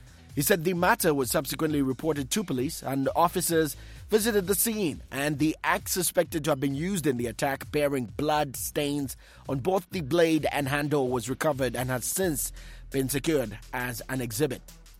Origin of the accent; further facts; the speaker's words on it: Ndola, Copperbelt, Zambia; moved away; That's my hometown